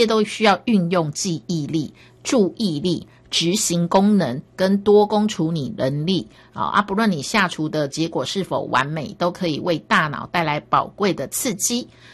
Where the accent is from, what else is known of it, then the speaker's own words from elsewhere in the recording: Taiwan; 基本上我觉得我们台湾人吃饭真的是太快了